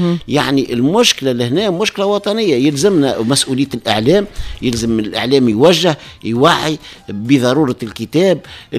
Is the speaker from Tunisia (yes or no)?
yes; Tunisia; انا ككاتب تونسي